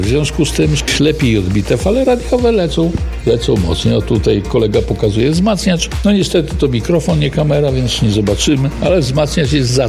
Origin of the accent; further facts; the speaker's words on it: Biała Podlaska, Lublin Voivodeship, Poland; znalazł, że my z Białej Podlaskiej